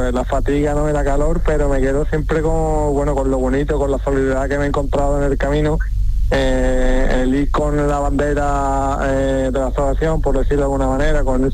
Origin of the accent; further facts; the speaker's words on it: Villamartín, Andalusia, Spain; Bueno, pues me apetecía salir de aquí, de Villamartín, de mi pueblo, y llegar hasta Santiago como ese hazaña, ese reto